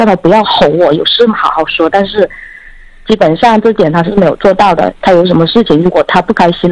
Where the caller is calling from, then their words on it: Guangxi, China; 我是广西的。